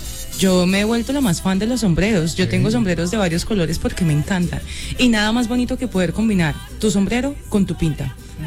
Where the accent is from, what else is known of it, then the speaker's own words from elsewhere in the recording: Neiva, Huila, Colombia; Yo soy de Neiva, Huila.